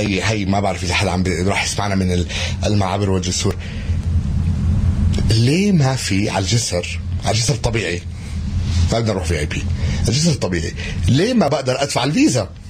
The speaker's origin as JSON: {"language": "Arabic", "country": "Palestine", "said": "انا بحب اطلع برا البلد اقول لهم انا فلسطيني، احنا عندنا مستوى الخدمات هالقد مرتفع وراقي."}